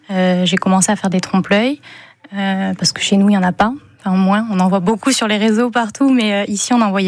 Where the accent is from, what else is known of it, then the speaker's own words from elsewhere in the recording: Nouvelle-Aquitaine, France; Je viens de Habitain, c'est une commune à côté de Sauveterre de Béarn.